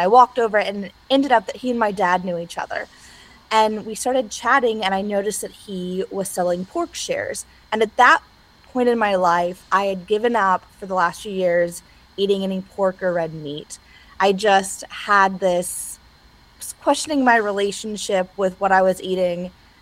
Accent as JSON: {"language": "English", "town": "Bowling Green", "region": "Kentucky", "country": "United States", "tie": "born or raised there", "also_born_or_lived": "Los Angeles", "moved": "as an adult", "said": "I had just moved back from Los Angeles to my hometown of Bowling Green, Kentucky."}